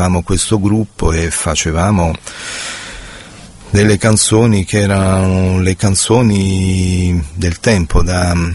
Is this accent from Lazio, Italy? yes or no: yes; Rome, Lazio, Italy; born there; also born or lived in Caltanissetta, Sicily / Battaglia Terme, Padua / Como; dopo 3-4 anni, avevo già 10 anni, sono andato a Roma, quinta elementare